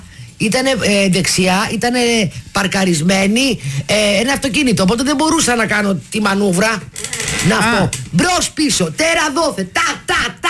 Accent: Athens, Attica, Greece; Επειδή γεννήθηκα και ανδρώθηκα στην Κυψέλη

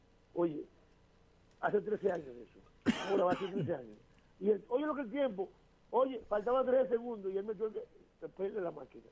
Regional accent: Dominican Republic; yo soy dominicano y hablo así.

